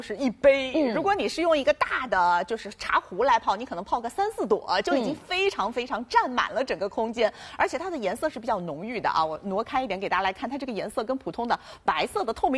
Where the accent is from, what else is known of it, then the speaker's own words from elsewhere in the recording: China; 所以对于我们中国人来说，茶文化不是光光喝茶叶